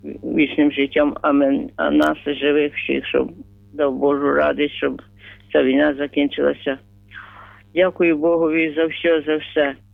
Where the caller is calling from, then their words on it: Vinnytsia Oblast, Ukraine; Бо я з Вінницької області, в нас ще поки тут, слава Богу, спокійно.